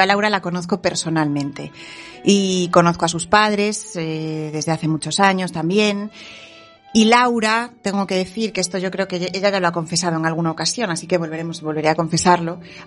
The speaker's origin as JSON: {"language": "Spanish", "town": "Ourense", "region": "Galicia", "country": "Spain", "said": "yo soy de Orense"}